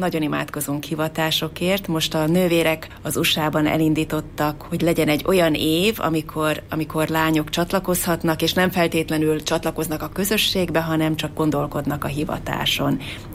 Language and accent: Hungarian; Hungary; moved away as an adult; also born or lived in California, United States; most itt Magyarországon is, hogy mit jelent Jézus szíve nővérnek lenni a saját hazámban